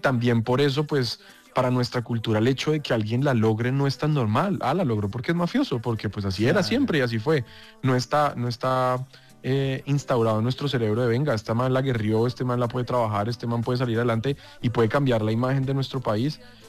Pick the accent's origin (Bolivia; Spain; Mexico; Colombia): Colombia; Y creo que en el momento en el que empezamos a apoyarnos como colombianos, en que, hermanos, si a este man le está yendo bien, pues yo empujo para que le vaya mejor